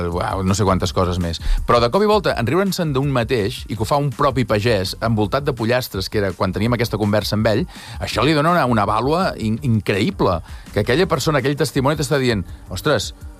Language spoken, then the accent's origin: Catalan; Sant Feliu de Buixalleu, Catalonia, Spain; a casa, a Sant Feliu de Buixalleu, a Girona